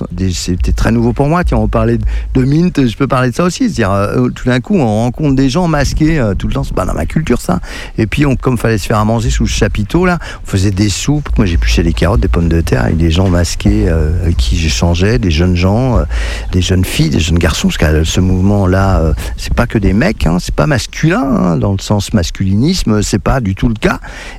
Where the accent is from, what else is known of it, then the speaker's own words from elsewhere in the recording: Saint-Nazaire, Pays de la Loire, France; moi je viens de Saint-Nazaire en Loire-Atlantique